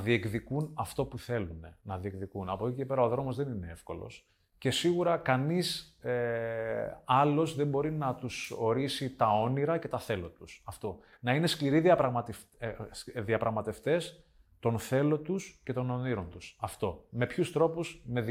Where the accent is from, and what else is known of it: Rethymno, Crete, Greece; moved away